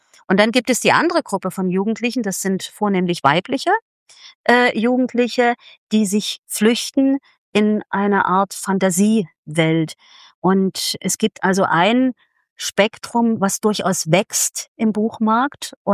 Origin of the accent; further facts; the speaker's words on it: East Germany, Germany; now in Dresden, Germany; Wir haben das damals als Ostdeutsche nicht bemerkt, weil wir es nicht bemerken wollten.